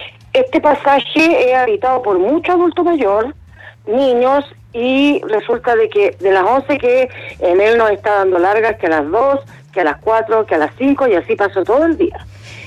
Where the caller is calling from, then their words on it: Conchalí, Santiago Metropolitan Region, Chile; De Conchalí.